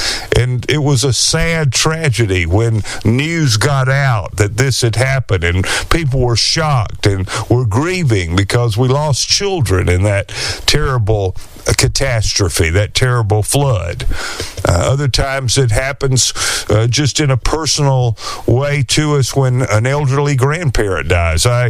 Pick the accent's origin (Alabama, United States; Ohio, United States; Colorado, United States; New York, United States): Alabama, United States; now in Texas, United States; I remember growing up in Alabama